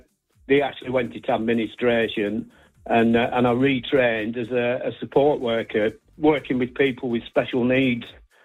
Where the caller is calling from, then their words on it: Longridge, North West England, United Kingdom; I'm from Longridge, near Preston.